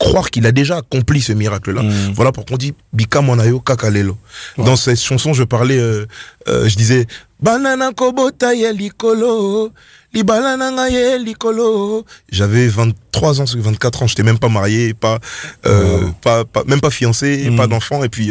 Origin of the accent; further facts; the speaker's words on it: France; chez nous en France